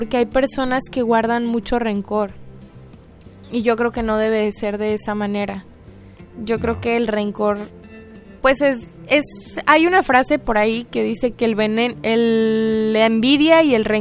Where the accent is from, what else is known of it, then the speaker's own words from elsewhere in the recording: Mexico; la mayoría de nosotros como mexicanos